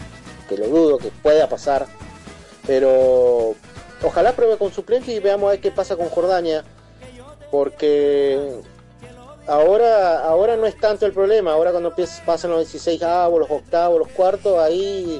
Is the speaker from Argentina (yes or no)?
yes; José C. Paz, Buenos Aires Province, Argentina; Buen día a todo el equipo de Machile 590 … de José Paz, un gusto escucharlo como todas las mañanas.